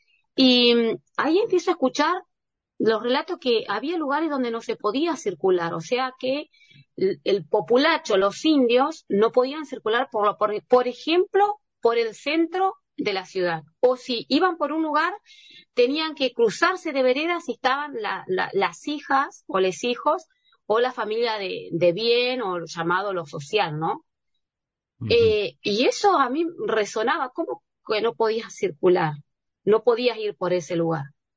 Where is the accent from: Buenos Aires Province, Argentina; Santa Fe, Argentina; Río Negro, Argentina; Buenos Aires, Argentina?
Río Negro, Argentina; Valcheta; a mí me pasa que mi familia, toda mi familia está en Balcheta. Balcheta es mi tierra, mi lugar, porque mi familia es de la meseta Somuncurá.